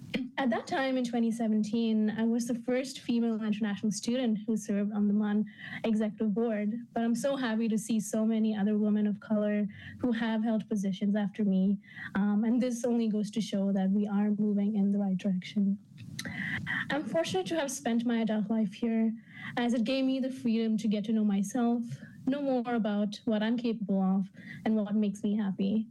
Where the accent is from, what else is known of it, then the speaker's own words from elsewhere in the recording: Bangalore, Karnataka, India; now in Dubai, United Arab Emirates; I grew up in Bangalore, a metropolitan city in South India, and moved to Dubai with my family in 2012.